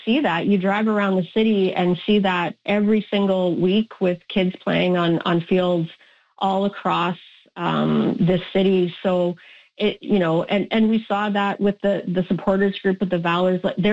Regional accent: Winnipeg, Manitoba, Canada; moved away as an adult; growing up in Winnipeg, this is the game that a lot of us play first, right? And it was no different for me. And I'm old.

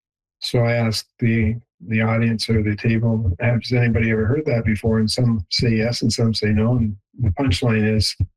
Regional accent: Windsor, Ontario, Canada; I'm originally a Southern Ontario boy, so I like to go back to Windsor, which is my hometown. I've got family in London, in Ottawa, and Toronto.

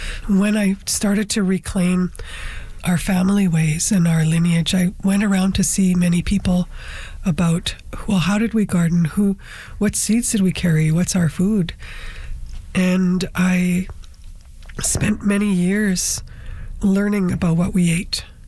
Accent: Swan Lake First Nation, Manitoba, Canada; and I'm from Swan Lake First Nation, Gapshkikamak, with relations in Long Plain, too.

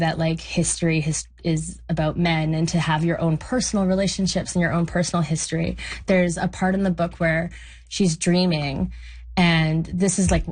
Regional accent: Alberta, Canada; I'm from Alberta, by the way.

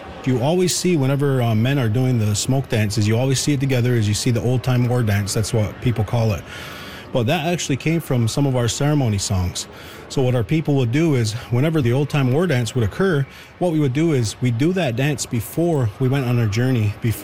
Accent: Akwesasne, Ontario, Canada; What I said there is … which means the good leaf. And I come to you from the Akwesasne Mohawk Nation.

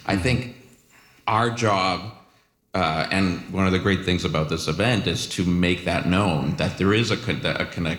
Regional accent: Canada; now in United States; because I'm a Canadian scholar who's in the U.S. who began his career benefiting from a similar program, having been a Canada research chair.

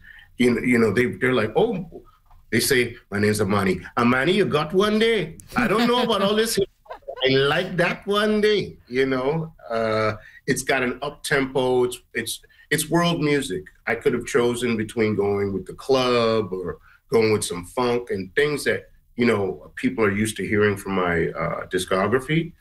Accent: Guyana; now in Canada; I'm from Guyana, so and … I'm mixed.

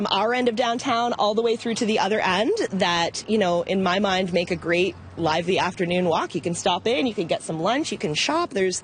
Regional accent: Ingersoll, Ontario, Canada; I grew up in Ingersoll and had a business in downtown Ingersoll, my family did.

